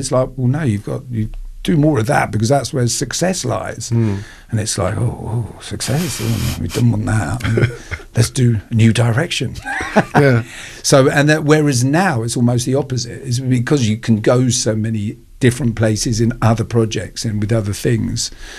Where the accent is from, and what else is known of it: United Kingdom